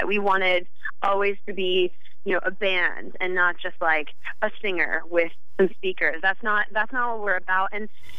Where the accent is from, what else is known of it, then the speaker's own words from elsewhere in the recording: Wichita, Kansas, United States; now in Los Angeles, United States; Yeah, I'm from Wichita, Kansas.